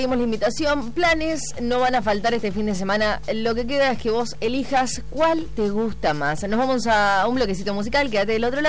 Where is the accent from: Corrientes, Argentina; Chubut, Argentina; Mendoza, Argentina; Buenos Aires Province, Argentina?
Mendoza, Argentina; como también argentinos, mendocinos